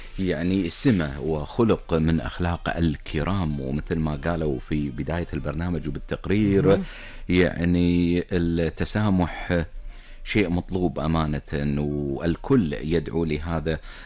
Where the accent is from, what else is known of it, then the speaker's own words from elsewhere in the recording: Kuwait; إحنا كمجتمع كويتي